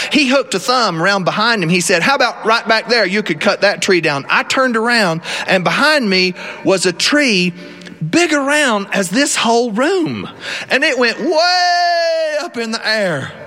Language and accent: English; South Carolina, United States; I'm from South Carolina. We have alligator where I live.